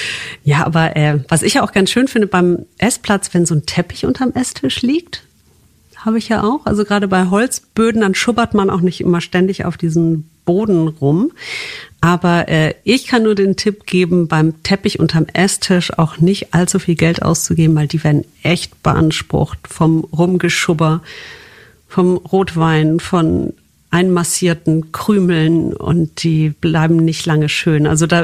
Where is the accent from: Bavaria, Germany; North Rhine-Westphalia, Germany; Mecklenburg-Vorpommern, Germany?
North Rhine-Westphalia, Germany; Wuppertal; ich komme aus der Stadt des Kobolds.